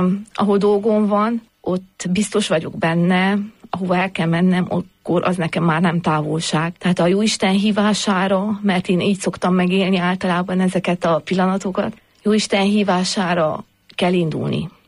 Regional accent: Transylvania, Romania; Mi érdekes, tehát Erdélyből származom, és nekünk teljesen más, mi ebben növünk bele, tehát ez a mi életünk

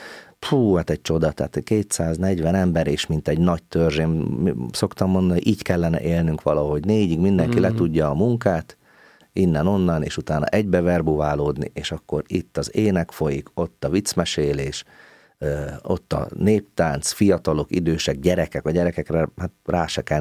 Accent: Somogy, Hungary; born there; now in Budapest, Hungary; én Somogyban születtem, úgyhogy nekem az a szívem csücske itt a déli part

